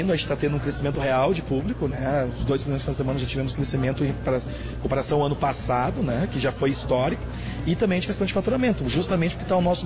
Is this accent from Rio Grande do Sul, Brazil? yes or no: yes; Picada Café, Rio Grande do Sul, Brazil; eu sou de Picada Café, eu subo todo dia pra cá